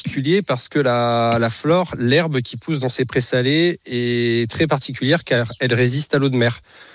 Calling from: Normandy, France; notre belle région et notre belle baie.

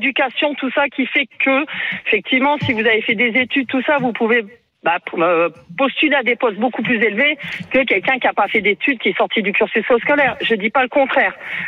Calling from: France; Et pourtant, je suis française, hein.

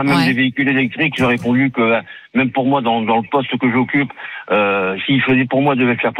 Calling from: Nouvelle-Aquitaine, France; moi, je suis sur la Gironde.

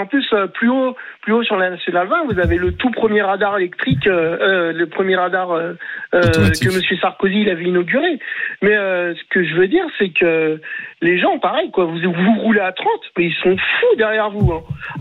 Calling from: Marcoussis, Île-de-France, France; Oui, moi je suis à Marcoussis.

